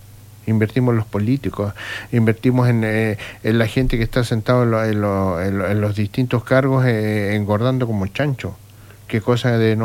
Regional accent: Chile; somos los chilenos

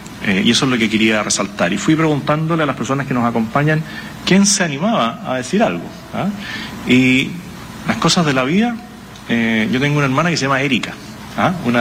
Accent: Chile

